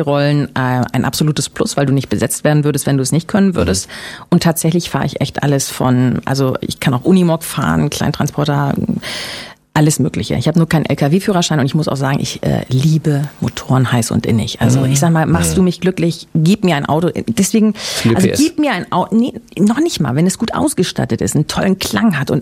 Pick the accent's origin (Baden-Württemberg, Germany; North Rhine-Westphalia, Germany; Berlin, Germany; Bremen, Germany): Berlin, Germany; Ja, ich bin ja Berliner.